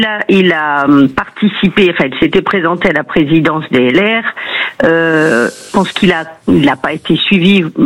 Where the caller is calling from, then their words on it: Challans, Pays de la Loire, France; En Vendée.